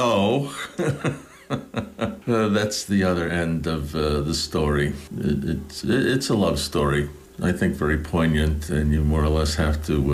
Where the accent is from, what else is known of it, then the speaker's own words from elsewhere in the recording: New York, United States; now in Georgetown, United States; Being a New Yorker, I went to a little prep school called the McBurney School.